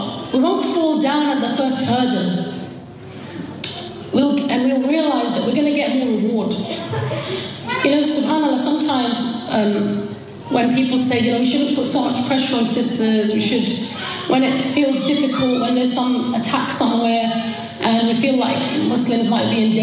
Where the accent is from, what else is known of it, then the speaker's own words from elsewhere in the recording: London, United Kingdom; we grew up in Hackney.